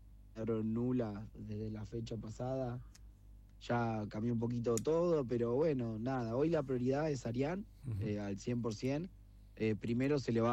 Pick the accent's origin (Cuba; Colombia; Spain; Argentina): Argentina; Tierra del Fuego; nosotros acá de Tierra del Fuego